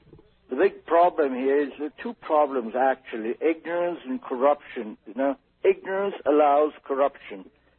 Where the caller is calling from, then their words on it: Monterrey, Nuevo León, Mexico; I'm calling from Monterrey, Mexico.